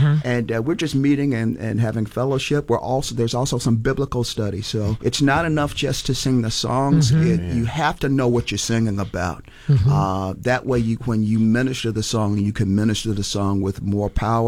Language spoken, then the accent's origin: English; Oxford, North Carolina, United States; also born or lived in Ohio; I grew up in Oxford, North Carolina, so I'm a Southerner. By birth, but I've lived in the Midwest close to almost 2 decades.